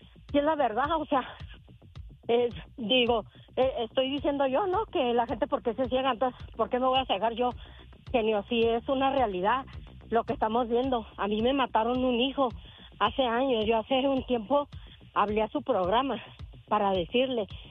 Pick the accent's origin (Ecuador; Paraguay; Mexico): Mexico; Soy mexicana, gracias a Dios.